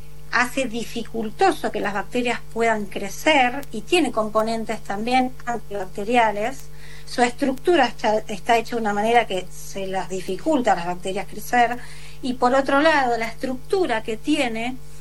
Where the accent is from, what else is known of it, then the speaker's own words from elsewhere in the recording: Buenos Aires, Argentina; Yo soy de Buenos Aires, del conurbano